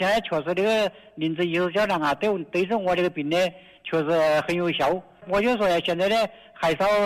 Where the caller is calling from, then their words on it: Zhejiang, China; ，我是浙江的